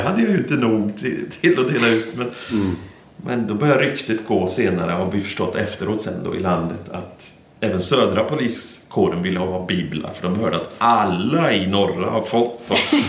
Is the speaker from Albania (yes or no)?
yes; Albania; accent: North Albanian dialect; Och jag pratar en nordalbansk dialekt.